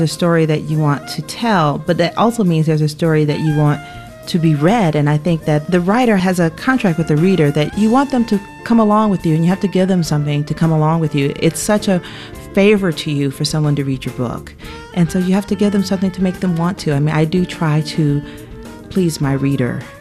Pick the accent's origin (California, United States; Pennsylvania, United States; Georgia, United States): Georgia, United States; Atlanta; I grew up in Atlanta during the child murders.